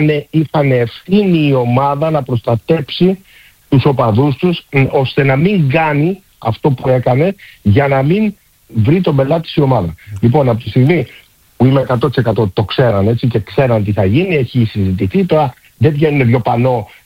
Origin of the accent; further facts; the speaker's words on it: Australia; Εγώ από τη δική μου πλευρά και ως Ελληνοαυστραλός